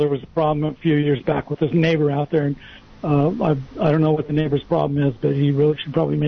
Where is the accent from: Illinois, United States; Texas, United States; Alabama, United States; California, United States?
California, United States; Santa Cruz County; born there